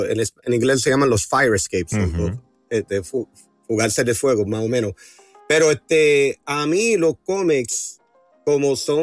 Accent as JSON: {"language": "Spanish", "country": "Puerto Rico", "lives_now": "New York, United States", "said": "yo era el único boricua en ese corrillo que hacía cómics"}